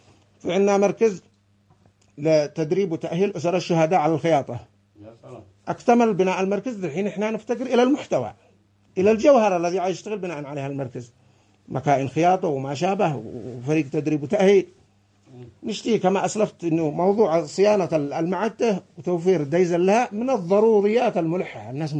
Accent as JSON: {"language": "Arabic", "area": "Bani Matar", "region": "Sana'a Governorate", "country": "Yemen", "said": "في ساحتنا في بلادنا في الحدب بني مطر، وبالتحديد في هذه القرية في قرية القرعة."}